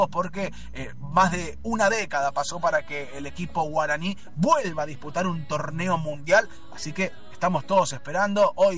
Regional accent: Argentina; Creo que hablo por muchos argentinos.

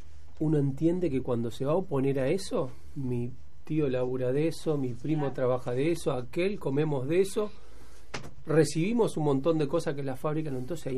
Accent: La Calera, Córdoba, Argentina; born there; Yo nací en el campo, nací en Córdoba casualmente, en un pueblo, en la calera, donde había una problemática de la cal se produce y hay explosiones.

